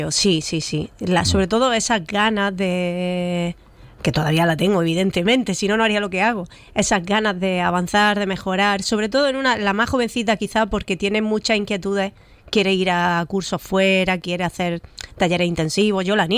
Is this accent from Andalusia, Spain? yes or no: yes; Almería, Andalusia, Spain; also born or lived in Fuengirola; Pues ahora estoy súper contenta de poder hacerlo en mi tierra.